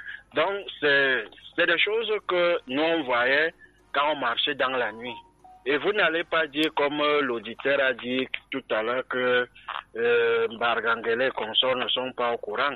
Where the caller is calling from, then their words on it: Centre, Cameroon; Je suis en Kozoa.